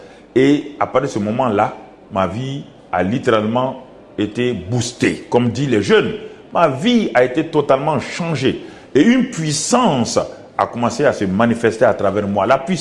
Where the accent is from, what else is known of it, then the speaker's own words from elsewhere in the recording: Burkina Faso; moved away; ils sont chez moi au Burkina Faso.